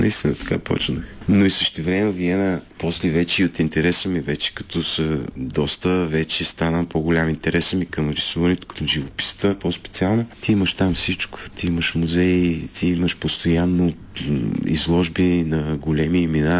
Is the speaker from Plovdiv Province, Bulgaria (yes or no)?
yes; Plovdiv Province, Bulgaria; Аз съм израснал в Кичук, Париж.